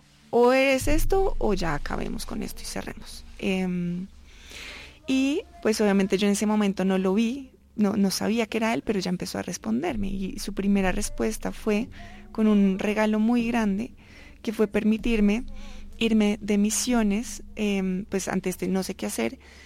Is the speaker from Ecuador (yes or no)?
no; Colombia; yo volví a Colombia